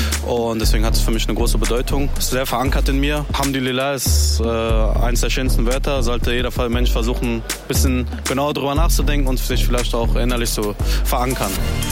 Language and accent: German; Essen, North Rhine-Westphalia, Germany; ich bin 24 Jahre alt, ich komme aus Essen und meine gebürtigen Wurzeln kommen aus Afghanistan.